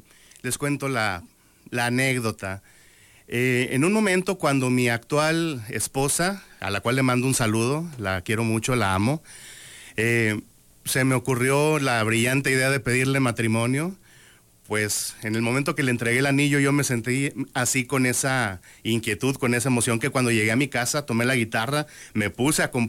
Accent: Saltillo, Coahuila, Mexico; Bueno, pues nací aquí en Saltillo, Coahuila. Estuve rondando en varios lugares durante mi infancia, mi juventud, principalmente en la parte poniente de Saltillo, y actualmente vivo hacia el oriente de Saltillo, pero sí, soy 100% saltillense.

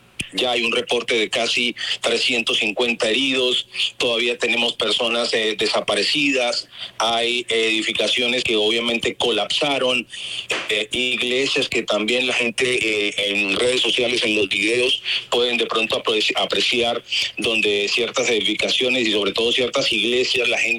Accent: Colombia

